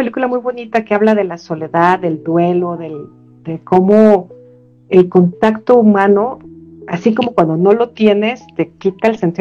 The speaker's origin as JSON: {"language": "Spanish", "country": "Mexico", "said": "los mexicanos transmitimos ese amor y esa alegría a otras culturas"}